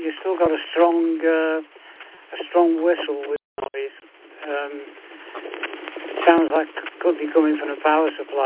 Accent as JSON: {"language": "English", "town": "Colchester", "region": "East of England", "country": "United Kingdom", "tie": "born there", "also_born_or_lived": "Coggeshall", "moved": "yes", "said": "I was born in the southeast, so I know exactly what you're going through. I was born in Colchester and I lived in Coggeshall."}